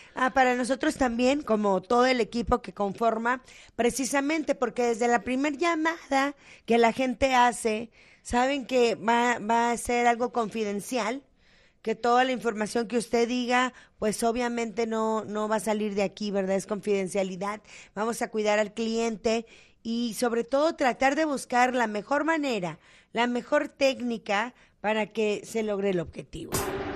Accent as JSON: {"language": "Spanish", "town": "Ciudad Juárez", "region": "Chihuahua", "country": "Mexico", "moved": "yes", "lives_now": "United States", "said": "De Ciudad Juárez. Fíjese, o sea, todos los que yo también soy mexicana"}